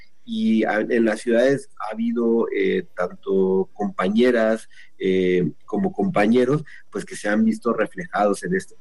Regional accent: Zoque area, Mexico; moved away as an adult; now in Mexico City, Mexico

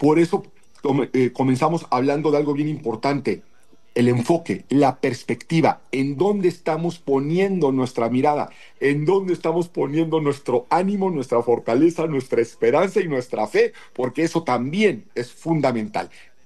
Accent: Mexico; fue un momento que nos une como mexicanos

